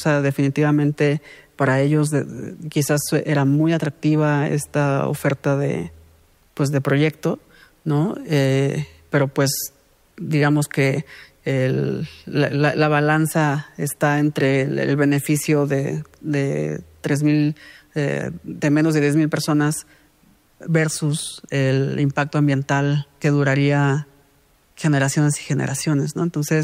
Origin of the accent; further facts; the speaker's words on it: Mexico; como mexicanos y como miembros de comunidades